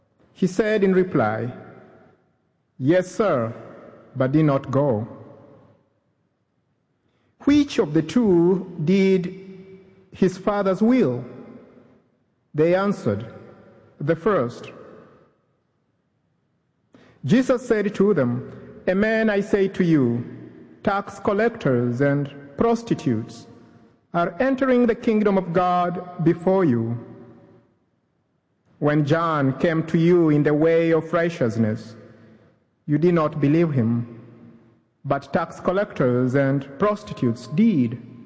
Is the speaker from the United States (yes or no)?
no; Kenya; moved away as an adult; when I was growing up in Kenya